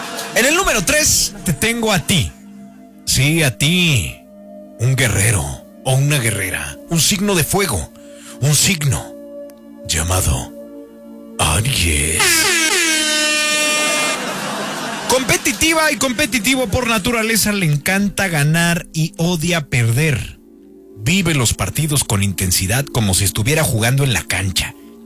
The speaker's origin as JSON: {"language": "Spanish", "town": "Cuernavaca", "region": "Morelos", "country": "Mexico", "tie": "born or raised there", "said": "son personalidades queridas dentro de la comunidad aquí en Cuernavaca, por lo menos en el barrio donde yo crecí."}